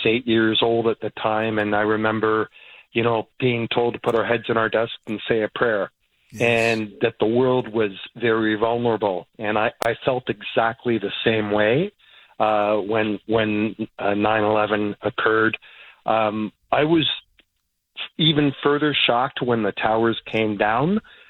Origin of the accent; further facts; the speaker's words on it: Canada; One thing I want to say as a Canadian, I really appreciate how balanced you are with regards to your guests